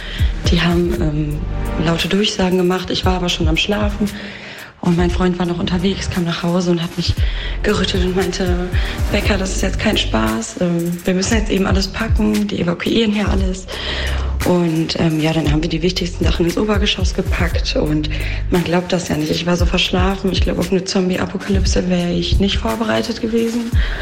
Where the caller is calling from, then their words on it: Hückeswagen, North Rhine-Westphalia, Germany; Wir kommen aus Hückeswagen, wohnen in der Petersstraße